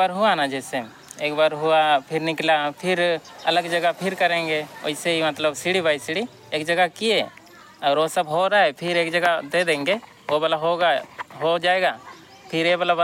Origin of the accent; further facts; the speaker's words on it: Chini Sidma, Jharkhand, India; मेरा गांव का नाम चीनी सिद्मा, पंचायत छोटा आजाना, जिला सरेकला खरसान।